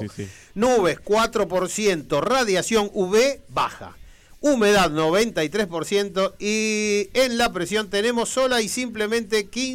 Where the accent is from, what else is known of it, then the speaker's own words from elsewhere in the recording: Argentina; Son todos acá. Somos argentinos.